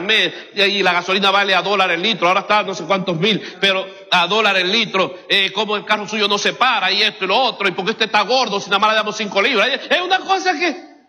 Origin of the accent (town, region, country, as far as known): Cuba; now in Miami, United States